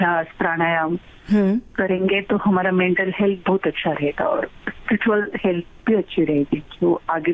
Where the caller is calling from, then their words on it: Rajgurunagar, Maharashtra, India; मैं पुणे से हूँ, राजगुरु नगर।